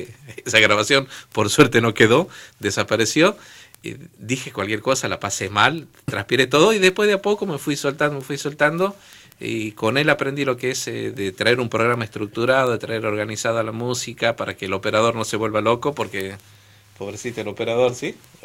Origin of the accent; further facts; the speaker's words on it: Salta, Argentina; moved away; él es de Entre Ríos y yo soy de Salta